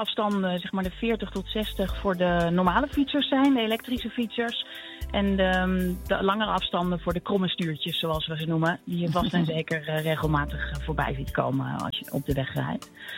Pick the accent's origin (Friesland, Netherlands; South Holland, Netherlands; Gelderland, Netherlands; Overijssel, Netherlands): Overijssel, Netherlands; Blokzijl; Nee, ik kom zelf uit Blokzijl